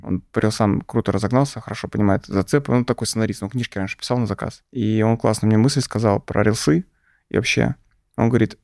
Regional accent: Moscow, Russia; born or raised there

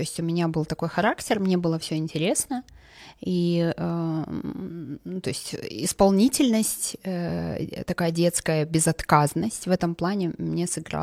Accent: Zhanaarka, Karaganda Region, Kazakhstan; Мы из Жанарки, с Карагандинской области. Это даже Джасказганская область. Мы из маленького поселка.

